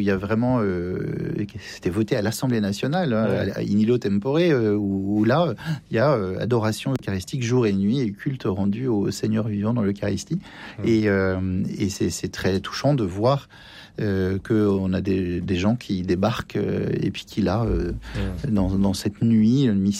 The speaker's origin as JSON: {"language": "French", "country": "France"}